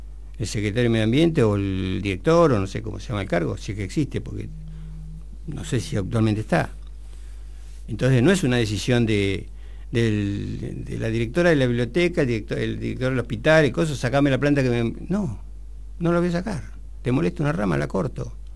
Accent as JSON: {"language": "Spanish", "town": "General Villegas", "region": "Buenos Aires Province", "country": "Argentina"}